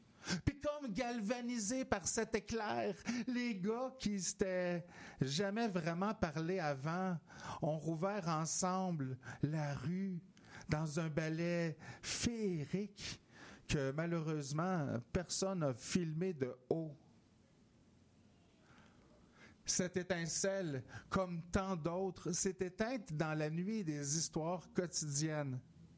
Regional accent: Saint-Félix-de-Valois, Quebec, Canada; moved away as an adult; also born or lived in Saint-Alphonse-Rodriguez, Quebec / Joliette, Quebec / Montreal, Quebec; now in Saint-Ambroise, Canada; je suis né à Saint-Alphonse-Rodriguez, dans l'Anaudière. J'ai grandi à Saint-Félix, j'ai habité un peu à Joliette, je suis parti à Montréal. Et là, je suis à Saint-Ambroise, pour les études au cégep du Vieux.

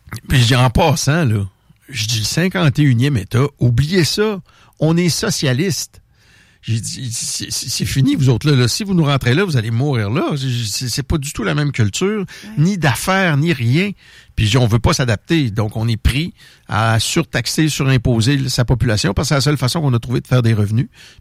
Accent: Quebec, Canada; Je parle, I speak French-glish. Je suis québécois.

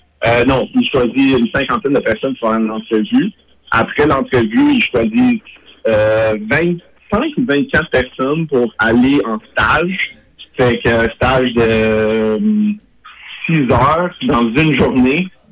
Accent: Quebec, Canada; moved away; je viens de l'Outaouais.

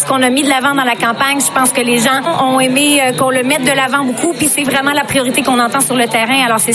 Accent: Quebec, Canada; que je sois revenue chez moi, en Gaspésie, pour représenter les citoyens

